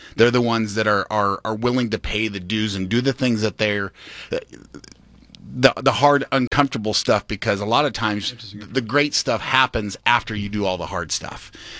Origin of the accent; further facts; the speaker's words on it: Spokane, Washington, United States; That's my hometown, Spokane, Washington.